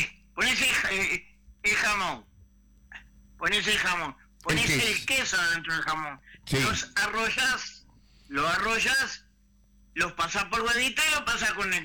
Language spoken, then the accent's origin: Spanish; Salto, Uruguay; acá somos todos salteños